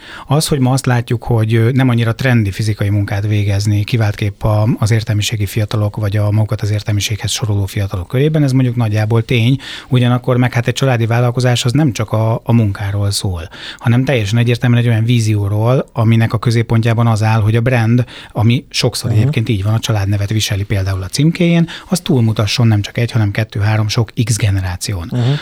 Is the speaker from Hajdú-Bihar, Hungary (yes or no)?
no; Zamárdi, Somogy, Hungary; én gyakorlatilag az egész gyerekkoromat a Balatonon töltöttem, praktikusan Zamárdiban, tehát a déli parton.